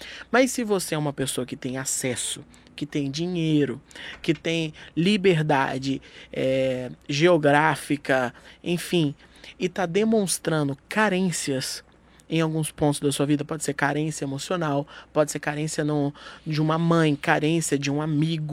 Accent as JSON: {"language": "Portuguese", "town": "Alphaville", "region": "São Paulo", "country": "Brazil", "said": "Opa, somos de Alphaville também."}